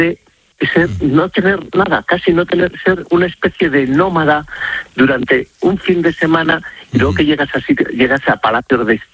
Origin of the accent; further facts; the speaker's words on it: Castile and León, Spain; born or raised there